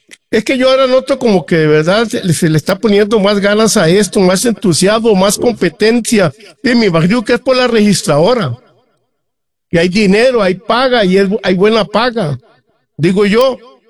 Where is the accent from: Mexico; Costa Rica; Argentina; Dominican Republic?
Costa Rica; como costarricense, uno da la broma